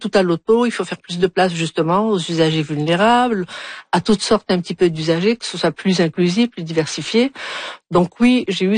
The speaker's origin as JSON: {"language": "French", "town": "Algiers", "region": "Algiers Province", "country": "Algeria", "tie": "born or raised there", "said": "je suis vraiment native d'Alger."}